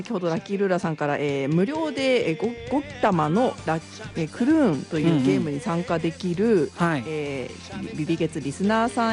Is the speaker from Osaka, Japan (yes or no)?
no; Kuroishi, Aomori, Japan; 黒石といえば名店倉吉何が嬉しいかってね、こちらの、ねまあ、私の実家なんですけれども